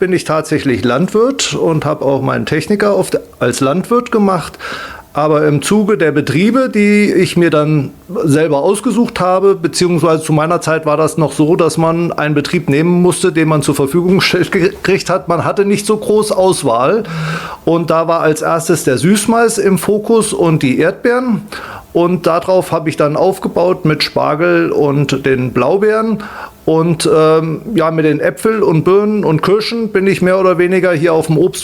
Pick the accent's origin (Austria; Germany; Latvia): Germany; Wanfried, Hesse; Und ich komme gebürtig aus Wanfried. Bin dort geboren.